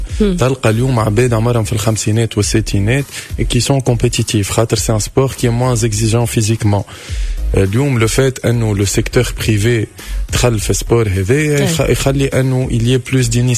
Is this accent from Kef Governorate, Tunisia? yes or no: no; Bizerte, Bizerte Governorate, Tunisia; moved away; also born or lived in France; احنا من بنزرت